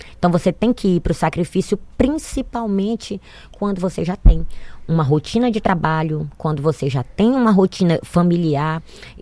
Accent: Caracaraí, Roraima, Brazil; now in Boa Vista, Brazil; Eu sou de Caracaraí, sou nascida assim na beira do rio, sabe? Eu vim para Boa Vista para estudar.

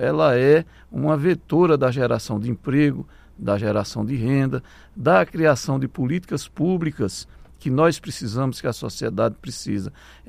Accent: Brejo Santo, Ceará, Brazil; accent: cearense; eu sou do Brejo Santo, que é perto de Juazeiro do Norte, Juazeiro do meu padinho.

